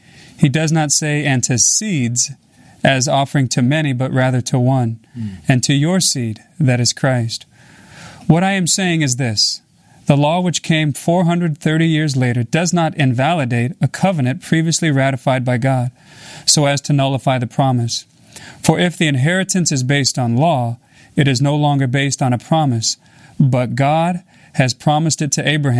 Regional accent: Minnesota, United States; We have a four-year-old son named Josiah, and we come from Minnesota.

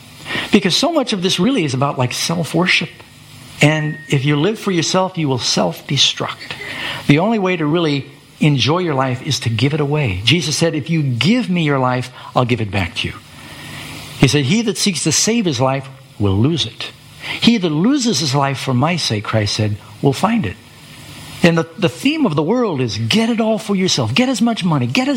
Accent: New York City, New York, United States; born there; also born or lived in Burbank, California; I was born in Burbank, California. It's where Dad had his aircraft business. And they divorced when I was three. Like I said, their relationship was very tempestuous. So Mom moved to New York City. My brother and I moved there to join her. We lived right in Manhattan, 81st Street on the west side and 51st Street on the east side.

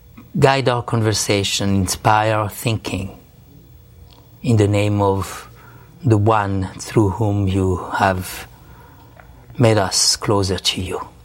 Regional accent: Algeria; English is a second language; now in United States; I was born in the south. I was born in Algeria, in a Mediterranean country, when it was a French colony at that time. At the crossroads of three cultures, actually.

